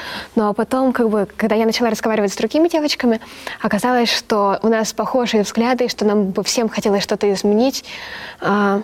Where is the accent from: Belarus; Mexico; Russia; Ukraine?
Mexico; Russian is a second language; был момент в том, что мы такие девушки из Мексики очень много ныли.